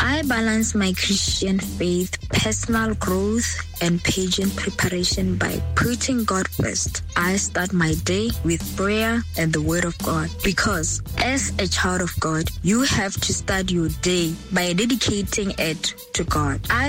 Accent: Serowe, Central District, Botswana; I am 16 years old from 4 student schooling at GSS. I come from Serowe in Rakomuad.

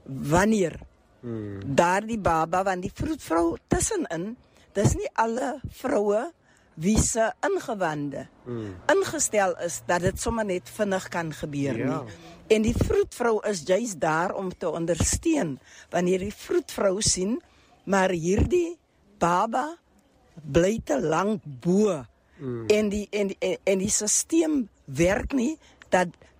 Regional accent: Joubertina, Eastern Cape, South Africa; Ek is gebore op Jobertina, Lang Kloof, en dit is deel van die breer Inkwa geografiese stamgebied van ons volklikheid. Ek het groot geword daar

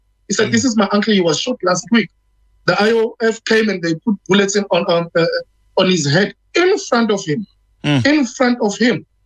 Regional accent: KwaZulu-Natal, South Africa; I'm one activist from South Africa in KZN

